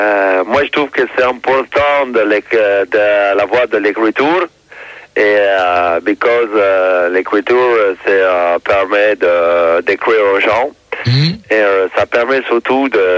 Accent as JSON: {"language": "French", "region": "England", "country": "United Kingdom", "second_language": "French", "said": "Je suis pas américain, je suis anglais."}